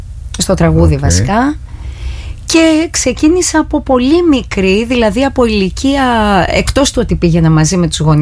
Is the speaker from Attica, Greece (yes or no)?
yes; Athens, Attica, Greece; εγώ γεννήθηκα στην Αθήνα.